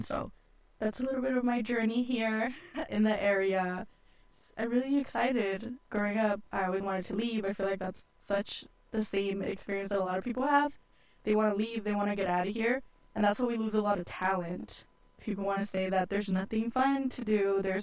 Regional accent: Modesto, California, United States; also born or lived in Ceres / Turlock; I was born and raised here in Modesto, Doctors Medical Center, and I actually went to school in Burbank and then a little bit of Mark Twain, but then my family moved closer to my dad's job.

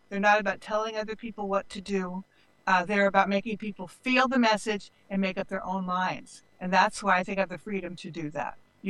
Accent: California, United States; I grew up on a ranch out in California by parents who were not educated people, just working folk.

